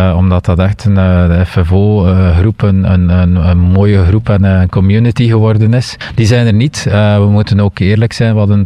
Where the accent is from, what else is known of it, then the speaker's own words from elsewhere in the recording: Ostend, West Flanders, Belgium; ik kom uit Oostende en ik luister nu naar Radio Noordzee.